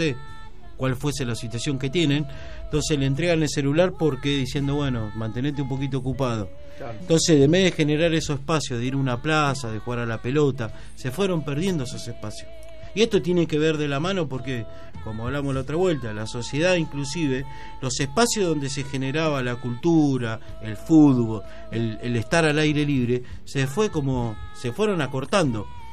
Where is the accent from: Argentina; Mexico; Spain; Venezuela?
Argentina; Punta Alta, Buenos Aires Province; Yo que vengo de Punta Alta, me crié.